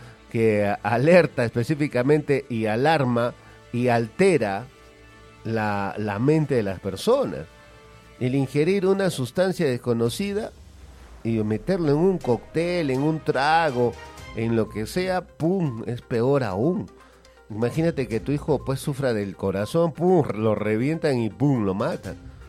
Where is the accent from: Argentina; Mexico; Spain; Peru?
Peru; lastimosamente somos serranos, pues. En realidad no somos serranos, somos andinos